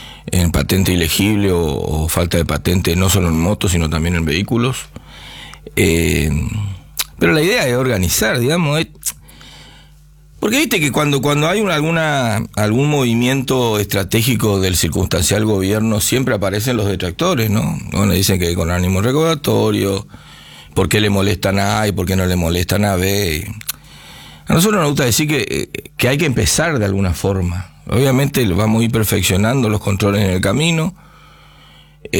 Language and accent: Spanish; Argentina; Y yo me incluyo, sí, somos bromados los argentinos como ciudadanos, yo me incluyo.